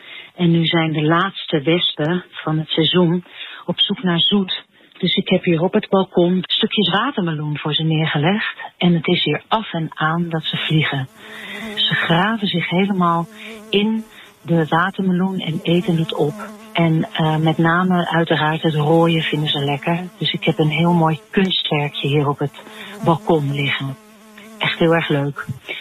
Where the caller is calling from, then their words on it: Amsterdam, North Holland, Netherlands; uit Amsterdam, vanaf haar balkon.